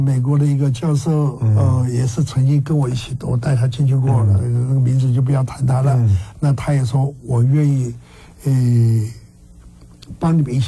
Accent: Taiwan; 我是身为台湾人嘛，中国台湾人

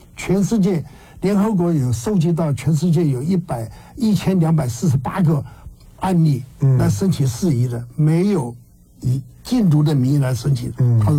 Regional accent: Taiwan; 我是身为台湾人嘛，中国台湾人

